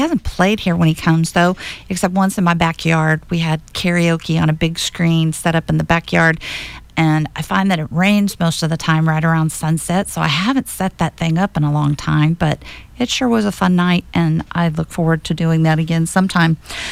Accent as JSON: {"language": "English", "region": "Texas", "country": "United States", "said": "Hey, I'm from Texas, but I love living here."}